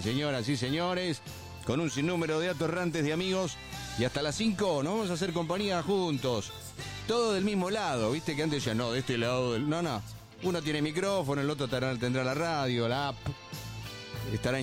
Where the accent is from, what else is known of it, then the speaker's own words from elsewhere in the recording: Argentina; pelearla como argentino de bien.